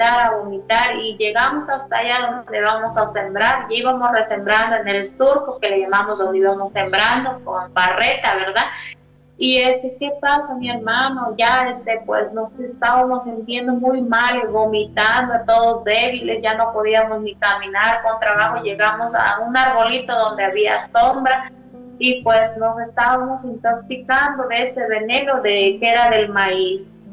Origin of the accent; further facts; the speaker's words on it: Arcelia, Guerrero, Mexico; now in Temixco, Mexico; Yo soy originaria de Guerrero, de mi municipio se llamaba, porque ahorita ya no existe, San Miguel Lindavista, Guerrero. Mi municipio era Arcelia Guerrero, pues yo soy de por allá originaria, pero gracias a Dios ya tengo aquí como más de 12 o 14 años viviendo acá en Temisco, Morelos.